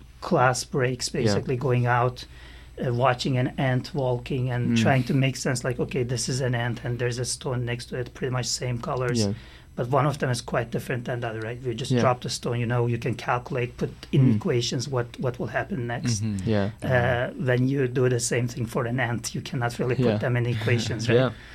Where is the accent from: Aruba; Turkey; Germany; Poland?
Turkey; moved away as an adult; also born or lived in United States; now in Hamilton, Canada; back in my hometown in Turkey.